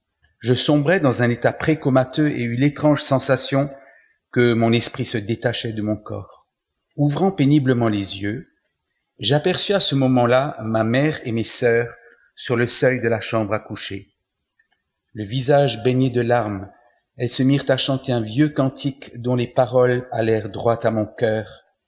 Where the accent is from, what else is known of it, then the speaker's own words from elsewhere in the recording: Mulhouse, Grand Est, France; born there; je suis né à Mulhouse en Alsace en 1948 après la Seconde Guerre mondiale.